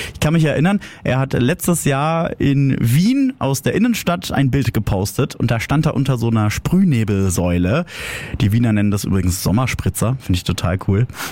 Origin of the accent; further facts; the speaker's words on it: Fürth, Bavaria, Germany; Es geht um Dr. Thomas Jung aus Fürth, seines Zeichens Oberbürgermeister meiner Heimatstadt.